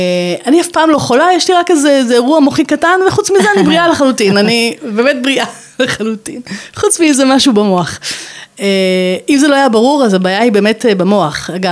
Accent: Hadera, Haifa District, Israel

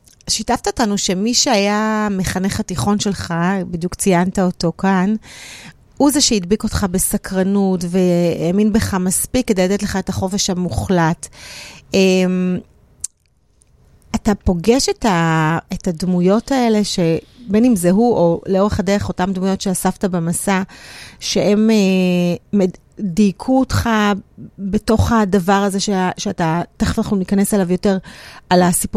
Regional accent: Jerusalem, Jerusalem District, Israel; אתה גדלת בירושלים, גם אני גדלתי

